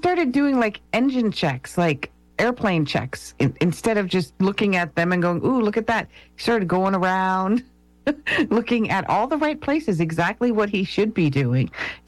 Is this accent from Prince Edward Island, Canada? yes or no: no; Windsor, Ontario, Canada; born there; I was born in Windsor, Taggers. See, in Canada, we say Tigers. if you're from Windsor, you say Taggers.